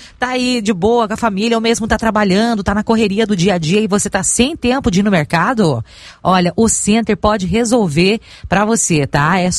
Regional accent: Brazil; a gente é brasileiro

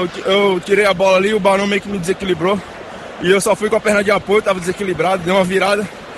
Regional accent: Northeast Region, Brazil; moved away; eu sou do Nordeste, sei como é que é. Eu que sou de lá sofro.

